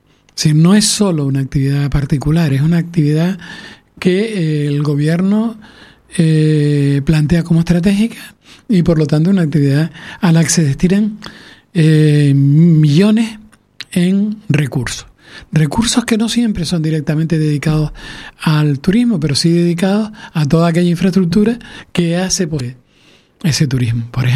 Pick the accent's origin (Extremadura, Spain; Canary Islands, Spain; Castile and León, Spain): Canary Islands, Spain